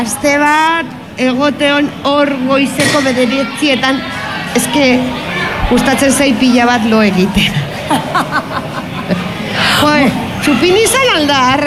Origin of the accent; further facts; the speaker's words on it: Bilbao, Basque Country, Spain; Da nire auzokoa, ni naiz otxarkoagakoa.